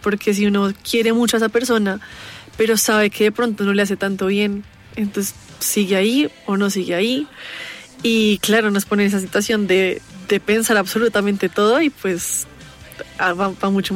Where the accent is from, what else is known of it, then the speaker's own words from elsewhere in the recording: Colombia; yo siendo colombiana, siento que como que mi sangre no me permite tampoco restringirme a una sola cosa.